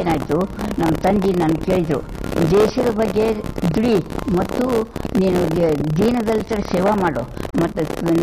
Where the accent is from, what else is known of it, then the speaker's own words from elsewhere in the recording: Lakkundi, Karnataka, India; born there; ನಾನು ಹುಟ್ಟಿದ್ದು 1921 ಗದಗ ತಾಲೂಕು ಲಕ್ಕುಂಡಿಯಲ್ಲಿ.